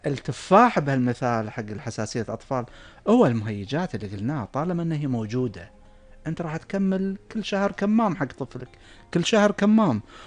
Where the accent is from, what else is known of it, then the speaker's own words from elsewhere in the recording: Kuwait; احنا ترى عندنا طابع خاص بحياة الكويت